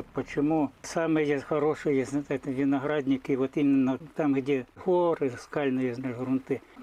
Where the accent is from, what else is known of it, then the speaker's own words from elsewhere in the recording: Ukraine; now in Komi Republic, Russia; Я сам с Украины.